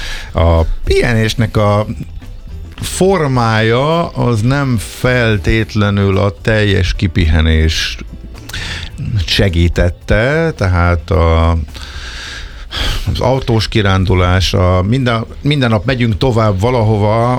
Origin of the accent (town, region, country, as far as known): Zala, Hungary; born there; now in Budapest, Hungary